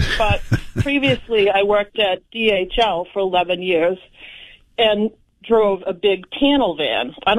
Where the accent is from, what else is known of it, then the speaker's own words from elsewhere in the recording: Arlington, Massachusetts, United States; So I grew up in Arlington, Massachusetts, where Maura Healey lives.